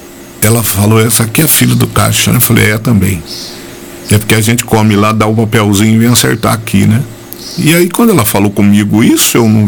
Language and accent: Portuguese; Capivari, São Paulo, Brazil; Eu sou de Capivari, Rafar.